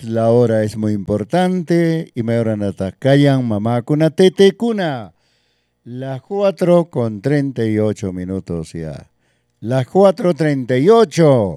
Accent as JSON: {"language": "Spanish", "town": "Huaraz", "region": "Ancash", "country": "Peru", "moved": "yes", "said": "ya más de 20 años he estado fuera de Huaraz. Ahora sí estamos en mi tierra linda que es Huaraz. Ya más de, ¿cuántos años ya estamos? Como 8 años ya estamos en Huaraz. O 7 o 8 años, ¿no?"}